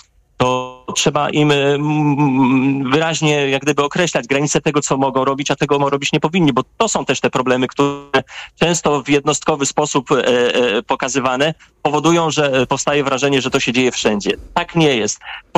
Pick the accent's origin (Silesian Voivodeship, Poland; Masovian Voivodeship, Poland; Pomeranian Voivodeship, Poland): Pomeranian Voivodeship, Poland; Hel; tutaj u nas w Helu